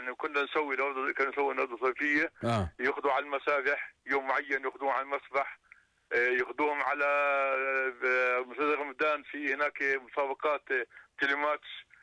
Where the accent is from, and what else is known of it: Amman, Amman Governorate, Jordan; born there; also born or lived in West Bank